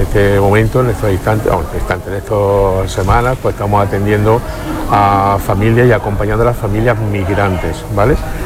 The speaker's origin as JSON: {"language": "Spanish", "town": "La Guardia de Jaén", "region": "Andalusia", "country": "Spain", "said": "yo soy de La Guardia, vivo en Entrecamino"}